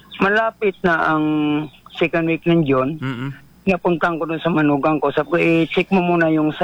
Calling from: San Vicente, Mimaropa, Philippines; Dito po ako sa bayan ng San Vicente.

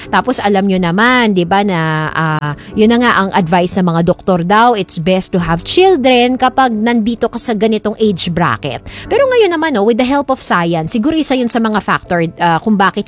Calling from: Quezon City, Metro Manila, Philippines; Ako po ay taga Quezon City.

